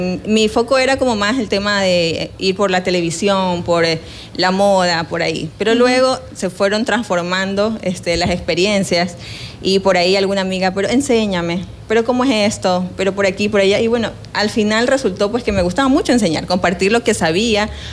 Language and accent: Spanish; Quevedo, Los Ríos, Ecuador; also born or lived in Babahoyo; Yo soy quevedeña, nacida.